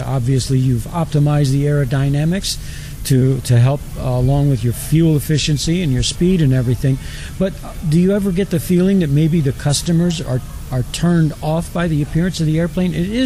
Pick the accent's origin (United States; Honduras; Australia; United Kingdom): United States; Philadelphia, Pennsylvania; I'm from the Philadelphia area, mm-hmm. so we have a lot of air travel in our area.